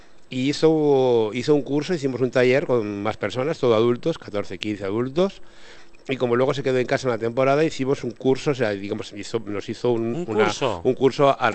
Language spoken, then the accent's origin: Spanish; Binéfar, Aragon, Spain; procedo de Binefar y soy binefarense